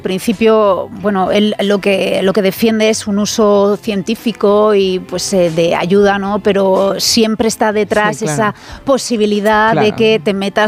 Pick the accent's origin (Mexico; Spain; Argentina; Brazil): Spain; Region of Murcia; accent: Murcian; El bajo murciano, entonces graciosico, somos graciosicos.